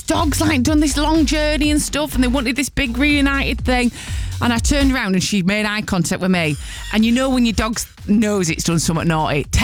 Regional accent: Yorkshire and the Humber, United Kingdom; I grew up in Yorkshire.

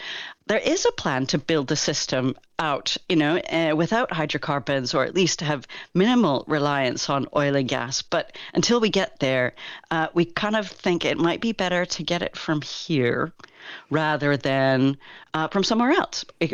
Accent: Kelowna, British Columbia, Canada; moved away; I'm from Kelowna.

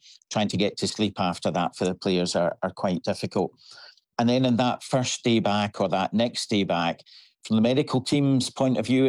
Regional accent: Scotland, United Kingdom; And of course, everybody knows I'm from Scotland in the stadium. It's kind of hard to hide.

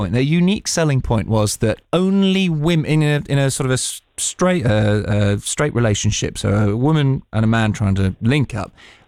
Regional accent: South West England, United Kingdom; I'm not from London, I'm from the southwest.

